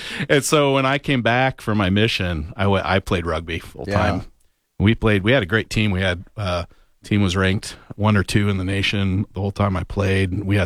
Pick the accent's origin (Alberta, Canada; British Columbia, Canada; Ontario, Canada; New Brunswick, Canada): Alberta, Canada; I was actually born in southern Alberta, Canada. Yeah, both my parents are school teachers. They took jobs at the largest Indian reservation in Canada.